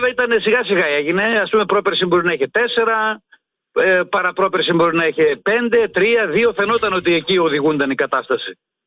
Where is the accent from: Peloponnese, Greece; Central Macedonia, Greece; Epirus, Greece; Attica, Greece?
Epirus, Greece; Distrato; now in Konitsa, Greece; Εγώ βέβαια αισθάνομαι τυχερός που μένω στην Κόνιτσα και μπορώ και πηγαίνω στο χωριό, γιατί το έχω αγαπήσει το χωριό. Είμαι 68 χρονών τώρα και πηγαίνω κάθε εβδομάδα στο χωριό μου.